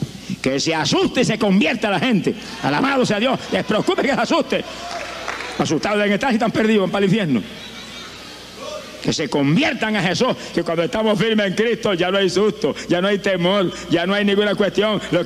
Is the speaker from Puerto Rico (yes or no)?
yes; Camuy, Puerto Rico; Yo viví 35 años perdido en mi pueblo de Camuy.